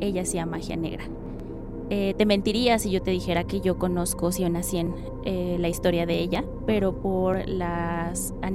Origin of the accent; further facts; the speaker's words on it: Mexico City, Mexico; Soy originaria de la Ciudad de México. Ajá. Tengo 25 años.